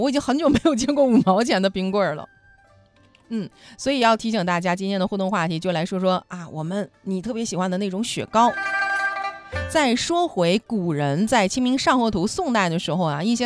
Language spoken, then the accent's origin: Chinese; China; 我们中国人